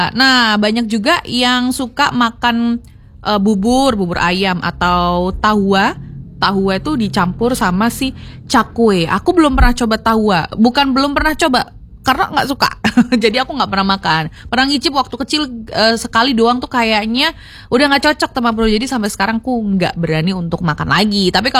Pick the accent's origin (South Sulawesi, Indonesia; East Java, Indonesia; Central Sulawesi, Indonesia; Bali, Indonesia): East Java, Indonesia; Surabaya; Aku wong Barat ya kan, jadi ngertiin yang Surabaya Barat.